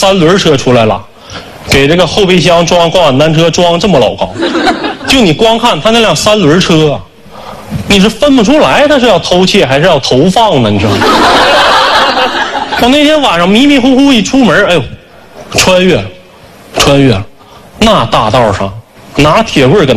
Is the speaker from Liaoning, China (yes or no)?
yes; Fushun, Liaoning, China; born there; 我是一个东北人，我出生在东北的一个小县城抚顺。我觉得出生在小城市，你就很难介绍自己。别人问我家在哪儿，我说辽宁。他说辽宁哪儿？我说抚顺。